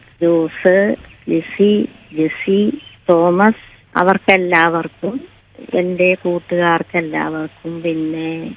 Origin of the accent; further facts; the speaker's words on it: Edappally, Kerala, India; born there; moved away as an adult; അതും ഉണിച്ചറ ഇടപ്പള്ളിയാണ്. ഉണിച്ചറ എന്ന സ്ഥലത്താണ് ഞാൻ ജനിച്ചത്.